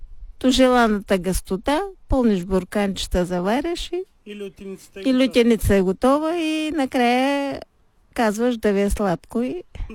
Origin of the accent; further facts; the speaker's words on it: Parvomay, Plovdiv Province, Bulgaria; now in Hristo Milevo, Bulgaria; аз съм от Първомай и цял живот оранжерии гледахме